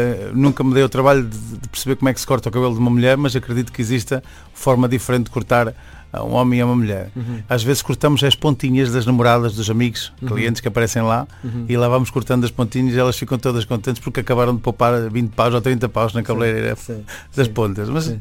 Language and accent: Portuguese; Venezuela; accent: Venezuelan; Venezuelano.